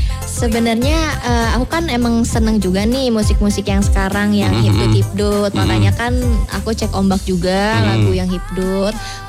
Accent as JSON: {"language": "Indonesian", "town": "Garut", "region": "West Java", "country": "Indonesia", "said": "Sama Sunda, aku dari Garut."}